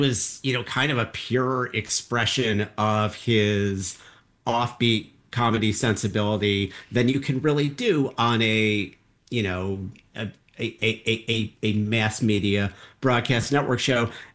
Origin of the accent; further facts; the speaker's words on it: Monroe, Michigan, United States; I'm from Monroe, Michigan.